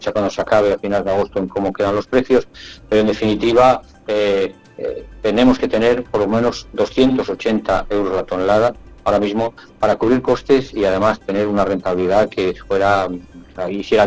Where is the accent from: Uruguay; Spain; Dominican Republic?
Spain; Castile and León; cerealistas que somos de Castilla y León.